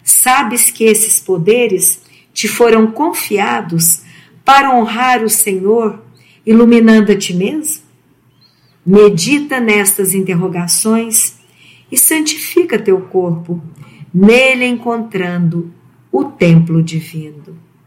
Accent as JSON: {"language": "Portuguese", "town": "Uberlândia", "region": "Minas Gerais", "country": "Brazil"}